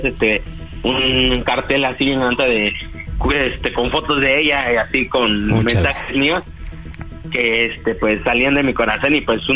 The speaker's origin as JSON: {"language": "Spanish", "town": "Ecatepec de Morelos", "region": "State of Mexico", "country": "Mexico", "said": "Tengo 19 años, me llamo aquí del Ecatepec de Morelos."}